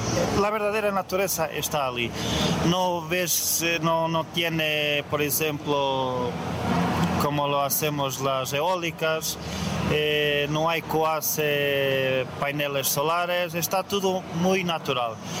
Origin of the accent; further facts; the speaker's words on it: Norte, Portugal; Dedícate a Santo Esteban, que es un santo de mi pueblo